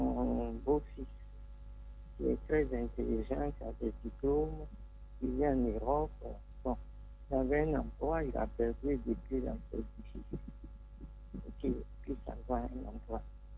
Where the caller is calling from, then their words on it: Abidjan, Côte d’Ivoire; Je vous appelle d'Angré.